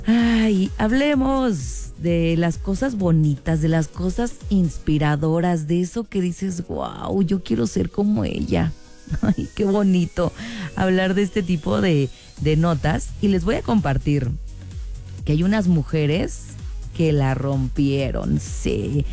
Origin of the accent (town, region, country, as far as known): Mexico